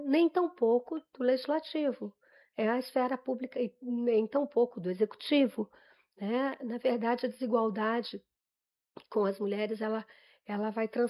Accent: São Paulo, Brazil; also born or lived in Rio de Janeiro; eu sou paulista. Eu sou nascida aqui. Então, eu me carioquei, a vida me cariocou, mas eu sou daqui.

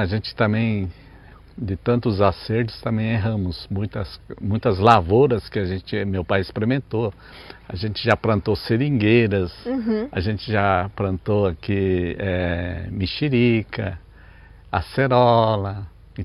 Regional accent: Itapecerica da Serra, São Paulo, Brazil; Viemos do município de Itapecerica da Serra, né, em São Paulo, em um bairro chamado Aldeinha. A gente morava lá, e lá meu pai já plantava lavoura, repolho, batata.

